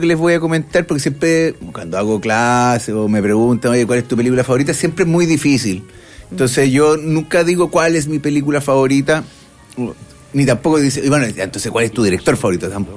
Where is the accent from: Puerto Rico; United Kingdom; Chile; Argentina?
Chile; Santiago, Santiago Metropolitan Region; yo soy santiaguino 100% y de la Católica.